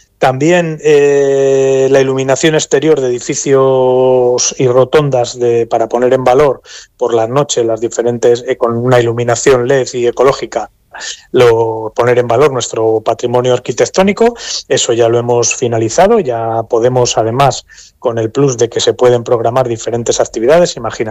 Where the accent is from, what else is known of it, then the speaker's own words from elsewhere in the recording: Torrelavega, Cantabria, Spain; para los que somos de Torrelavega de toda la vida